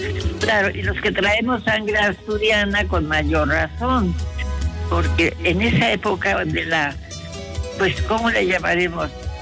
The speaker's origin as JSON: {"language": "Spanish", "region": "Puebla", "country": "Mexico", "tie": "born or raised there", "said": "soy poblana chicharronera por 3 generaciones y me siento muy orgullosa de ser poblana."}